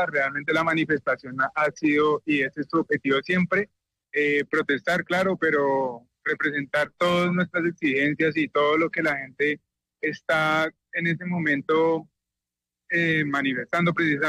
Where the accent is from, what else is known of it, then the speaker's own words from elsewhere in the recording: Bogotá, Bogotá D.C., Colombia; que somos los bogotanos, los rolos, los cachacos, incluso la gente que viene de afuera.